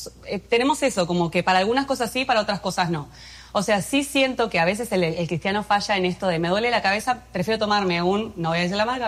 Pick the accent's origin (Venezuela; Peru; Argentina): Argentina; moved away as an adult; now in Dominican Republic; muy patriota. Yo amo a Argentina, me considero más argentina que el mate. Siempre dije, yo voy a nacer y morir en Argentina. Estudié ciencias políticas allá